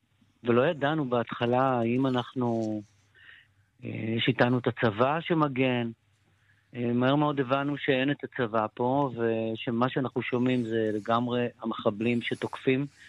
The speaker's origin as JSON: {"language": "Hebrew", "town": "Sderot", "region": "Southern District", "country": "Israel", "tie": "born there", "moved": "as an adult", "lives_now": "Netiv HaAsara, Israel", "said": "שדרות היא עיר הולדתי, משפחתי שם, כל משפחתי. הוריי, סביי, קבורים בשדרות, השורשים משם, אבל כבר 36 שנים פה בנתיב"}